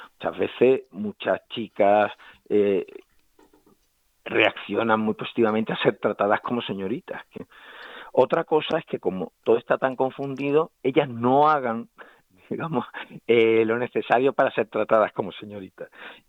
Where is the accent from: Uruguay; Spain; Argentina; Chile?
Spain; El Puerto de Santa María, Andalusia; que era un abogado cultísimo de mi pueblo, que es el Puerto de Santa María